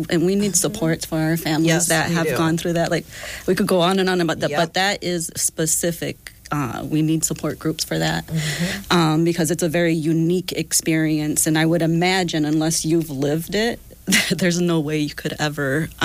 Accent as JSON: {"language": "English", "town": "Toledo", "region": "Ohio", "country": "United States", "tie": "born or raised there", "first_language": "Spanish", "second_language": "English", "said": "Spanish is my first language, but I mean, for the most part, I remember speaking both languages. My mom was always very big on speak Spanish. We speak Spanish, which was a big difference for what the culture was in Toledo at the time when I was a child."}